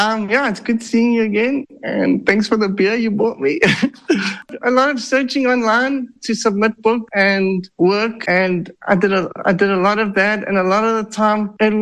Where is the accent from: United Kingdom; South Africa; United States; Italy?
South Africa; so he moved there and I grew up in South Africa.